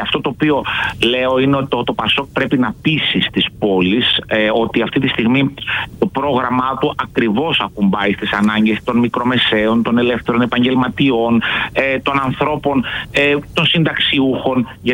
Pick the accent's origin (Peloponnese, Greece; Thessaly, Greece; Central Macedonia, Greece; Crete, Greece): Central Macedonia, Greece; Thessaloniki; moved away; Εμένα η επιθυμία μου είναι να κατέλθω στην Αλφα Θεσσαλονίκη, στην περιφέρειά μου, στις επόμενες εκλογές, δηλαδή στην πατρίδα μου εννοώ.